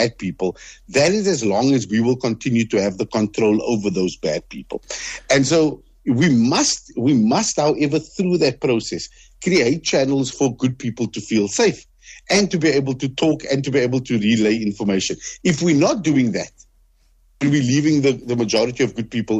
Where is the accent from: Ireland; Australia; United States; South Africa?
South Africa; Western Cape; no, I'm from Manenberg, or no, I'm from Mitchell's Plain, or no, I'm from Bontville